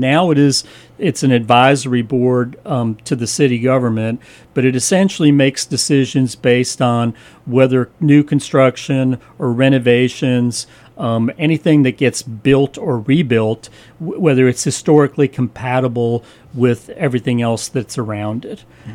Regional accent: Virginia, United States; moved away as an adult; now in Savannah, United States; I was living in Blacksburg, Virginia at the time, which is in the southwest part of the state, close to my hometown.

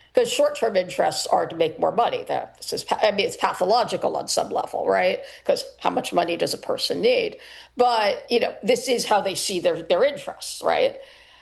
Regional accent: New York, United States; now in Los Angeles, United States; I mean, I'm a New Yorker, so even though I live in Los Angeles these days, I'm still a New Yorker.

